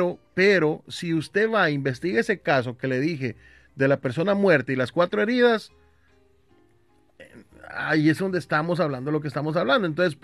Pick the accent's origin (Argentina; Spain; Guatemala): Guatemala